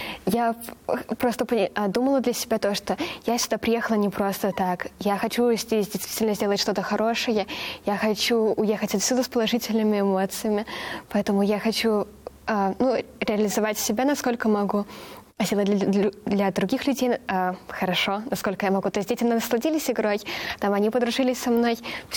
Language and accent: Russian; Mexico; Russian is a second language; мы такие девушки из Мексики очень много ныли.